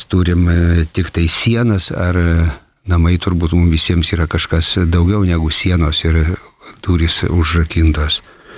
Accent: Aukštaitija, Lithuania; nes pats esu Aukštaitis iki kaulų smegenų

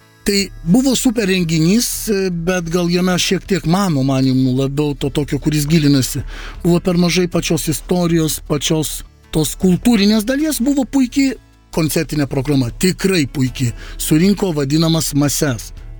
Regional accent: Vilnius, Vilnius County, Lithuania; aš neturėjau priešiškumo, kad aš lenkas. Mūsų pasiolkė Lazdinėliuose mes kalbėdavom trim kalbom.

